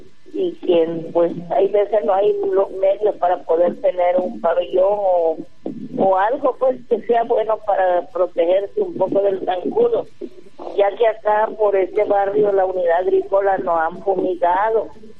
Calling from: Tapanatepec, Oaxaca, Mexico; De Tapanatepec, Oaxaca.

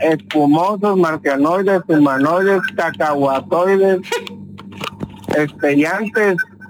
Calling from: Pajapita, San Marcos, Guatemala; Desde aquí de Pajapita, Marco.

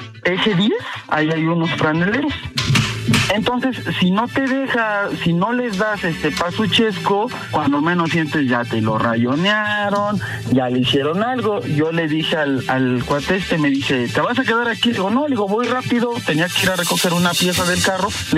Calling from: Mexico City, Mexico; De la CDMX.

